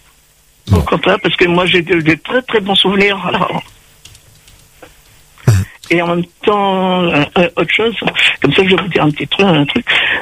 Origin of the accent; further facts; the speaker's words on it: Réunion; moved away; also born or lived in Saint-Pierre, Réunion; j'ai passé une bonne partie de mon enfance à la DAS. À la DAS de La Réunion.